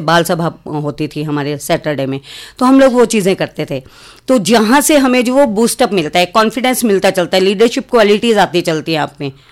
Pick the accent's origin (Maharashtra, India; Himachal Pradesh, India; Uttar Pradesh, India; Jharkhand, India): Himachal Pradesh, India; Dharamshala; born there; मैं DAV जो अभी आपका धर्मशाला में है, तो पहले आर्य समाज स्कूल के नाम से जाना जाता था, तो मेरी 5वीं तक की जो शिक्षा है वहीं पर हुई है।